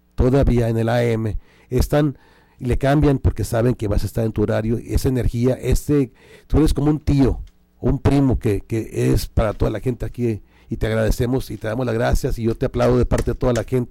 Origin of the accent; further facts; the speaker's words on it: Nogales, Sonora, Mexico; now in Tucson, United States; orgullosamente somos de Nogales. Andamos donde andemos, vivimos en Tucson, pero somos nogalenses. Mis hijas nacieron en Tucson, pero dicen que son de Nogales.